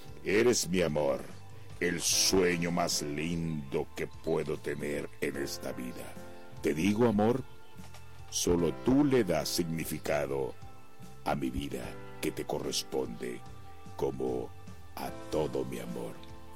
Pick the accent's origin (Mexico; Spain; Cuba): Mexico; Bahía de Banderas, Nayarit; yo soy de Bahía de Banderas